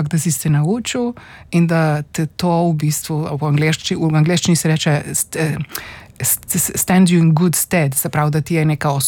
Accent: Postojna, Inner Carniola–Karst, Slovenia; moved away; Jaz sem odraščala v Postojni, se pravi pri, oziroma bom rekla splošno na Primorskem, moja starša se en mama je se pravi s Primorske, bom rekla tam pri Kopru, v Kozini

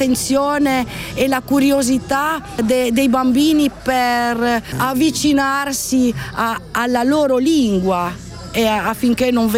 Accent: Vodnjan, Istria County, Croatia; il nostro dialetto dignanese

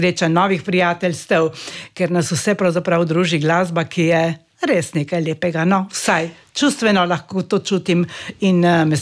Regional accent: Primorska, Slovenia; accent: Primorska dialect; Mi smo Primorci in je prav tudi, da zagovarjamo oziroma prenašamo na naše rodove to našo lepo spevno narečje.

